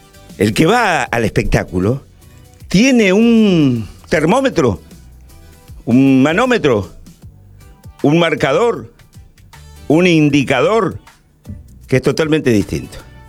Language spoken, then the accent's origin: Spanish; Córdoba, Argentina; now in Santa Fe, Argentina; Y soy cordobés, ¿está bien? Aunque los tiempos, los años han pasado y hoy más santafesino que nunca.